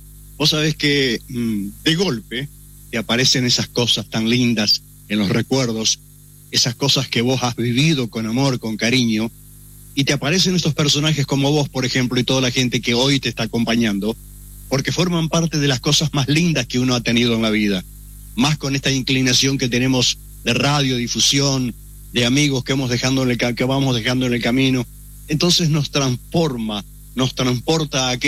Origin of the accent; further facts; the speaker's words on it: Santa Elena, Entre Ríos, Argentina; moved away; also born or lived in Corrientes; Santa Elena, hace muchos años me fui de Santa Elena después que murió mi padre. Tuve la satisfacción de incursionar en otras provincias, con otras radios, en otros canales. Fui a Corrientes, estuve en Corrientes en LD7, estuve en Radio Chaco.